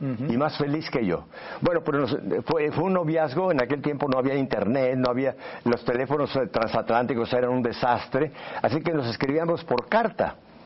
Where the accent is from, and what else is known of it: Mexico City, Mexico; born or raised there; also born or lived in Spain